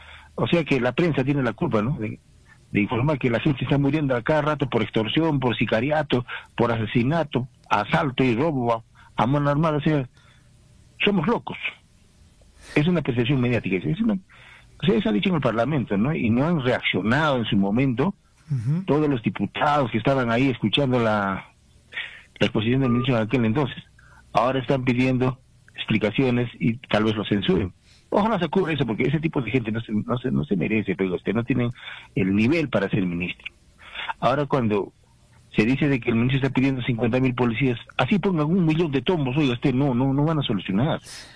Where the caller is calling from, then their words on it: Juliaca, Puno, Peru; de Juliaca